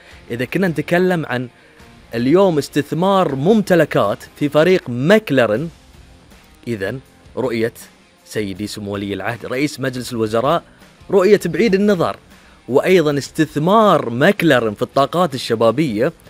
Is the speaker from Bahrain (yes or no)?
yes; Bahrain; عندنا في البحرين